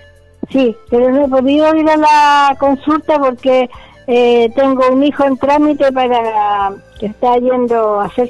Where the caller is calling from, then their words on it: Quillota, Valparaíso, Chile